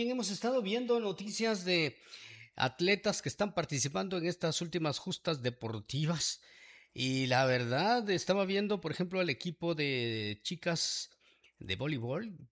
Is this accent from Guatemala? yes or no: yes; Guatemala; Siendo guatemaltecos